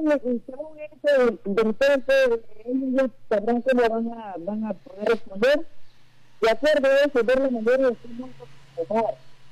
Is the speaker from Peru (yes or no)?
yes; Peru; porque todos somos peruanos